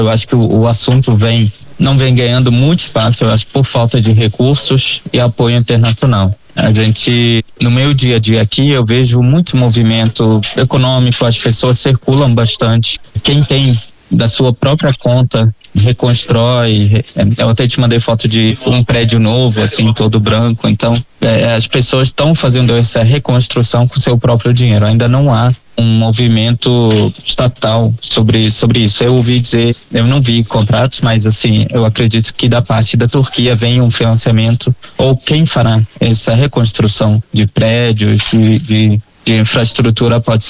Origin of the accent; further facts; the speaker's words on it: Syria; moved away as an adult; also born or lived in Brazil; como sírio, né, eu estive como refugiado no Brasil durante 15 anos por conta da guerra civil.